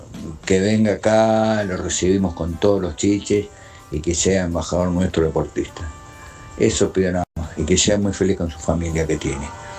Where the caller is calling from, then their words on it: Liniers, Buenos Aires, Argentina; de Linier.